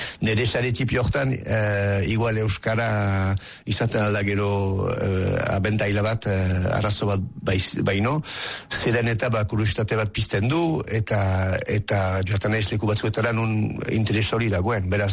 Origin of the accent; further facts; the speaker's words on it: Bayonne, Nouvelle-Aquitaine, France; gehi bizitzea eskualde batean, Baiona bezalako hiri batean, txikia nintzenean, nun euskaldunak girela euneko amaja edorako zerbait